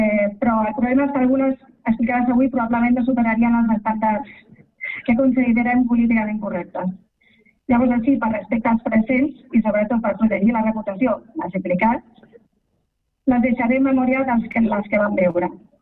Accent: Ripollet, Catalonia, Spain; vaig estudiar a l'EGB Estudios Nobel, el millor col·legi, la millor escola de Ripollet.

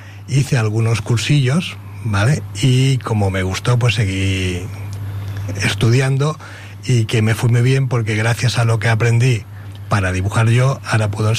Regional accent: Catalonia, Spain

